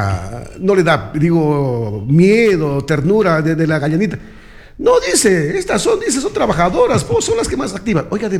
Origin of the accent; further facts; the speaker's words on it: Chuquiribamba, Loja, Ecuador; born there; En Chuquiribamba, ¿usted cuándo ha visto, en mi pueblo, mejorar el ganado?